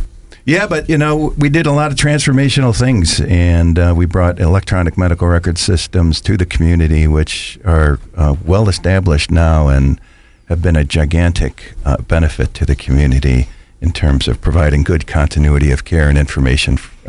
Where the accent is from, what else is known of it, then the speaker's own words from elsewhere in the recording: Chesterland, Ohio, United States; moved away as an adult; also born or lived in Wickliffe, Ohio; now in Cuyahoga Falls, United States; I was from Chesterland, Ohio